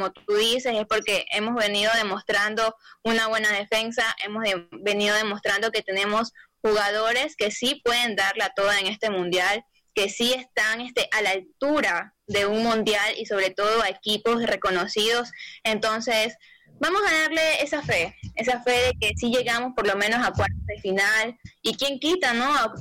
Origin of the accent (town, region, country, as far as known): Ecuador